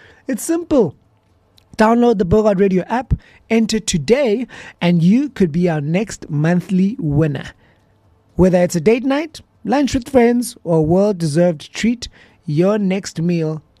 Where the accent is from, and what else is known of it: South Africa